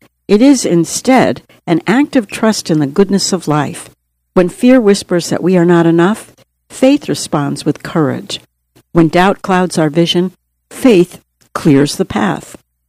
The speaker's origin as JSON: {"language": "English", "country": "Namibia", "tie": "born or raised there", "said": "Growing up in Namibia"}